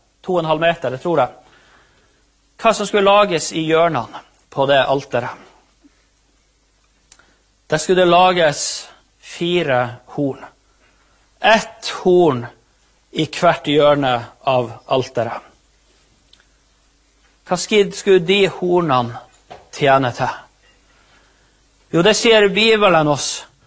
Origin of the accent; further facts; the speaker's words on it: Målselv, Troms, Norway; Det gikk aldri noen flyalarm i Målselv når vi var unger og vokste opp